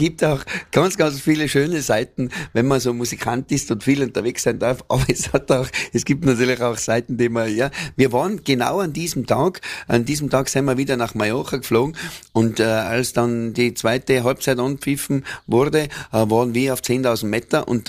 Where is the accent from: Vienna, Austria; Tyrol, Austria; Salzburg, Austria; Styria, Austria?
Tyrol, Austria; Strass im Zillertal; wir kommen ja aus Straße im Zillertal, eine ganz, ganz kleine Gemeinde.